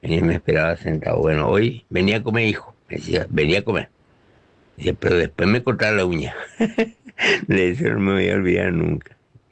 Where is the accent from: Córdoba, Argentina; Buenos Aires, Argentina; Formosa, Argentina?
Formosa, Argentina; Clorinda; Buenas madrugadas, Oscar, buenas madrugadas … de Clorinda.